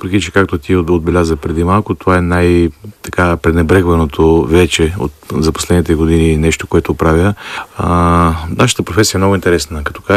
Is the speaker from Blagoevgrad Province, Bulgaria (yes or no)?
yes; Blagoevgrad, Blagoevgrad Province, Bulgaria; защото аз съм от Благоевград, започнал съм да свиря на тамбура